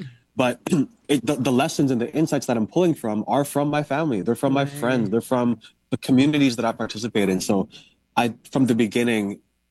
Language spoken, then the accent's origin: English; Philippines; Of being a Filipino surrounded by other Filipinos, especially family.